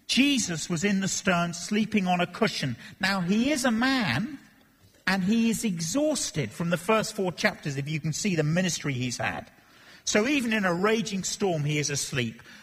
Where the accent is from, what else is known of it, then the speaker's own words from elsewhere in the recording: England, United Kingdom; I'm English